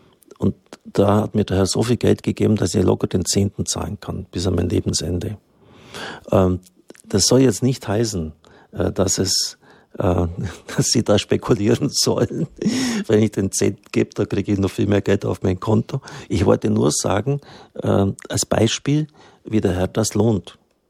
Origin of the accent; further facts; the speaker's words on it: Swabia, Germany; ich bin ja auch ein Schwabe